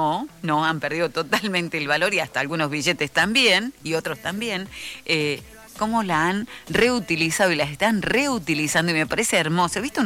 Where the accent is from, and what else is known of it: Argentina